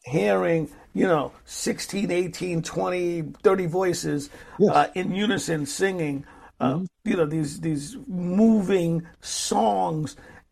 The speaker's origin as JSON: {"language": "English", "town": "Brooklyn", "region": "New York", "country": "United States", "said": "I am from Brooklyn, yeah."}